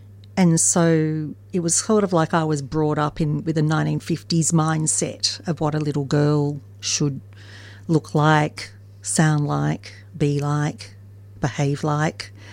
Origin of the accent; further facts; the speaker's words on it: Newcastle, New South Wales, Australia; also born or lived in Sydney; Yeah, in Newcastle, New South Wales. I was born in Sydney and always knew that I was adopted from when I can remember.